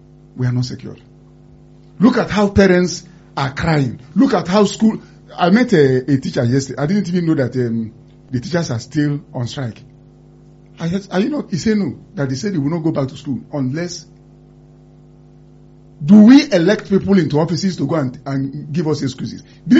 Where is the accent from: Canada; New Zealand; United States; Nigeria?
Nigeria; I love Nigeria, Tolu. I'm a Nigerian.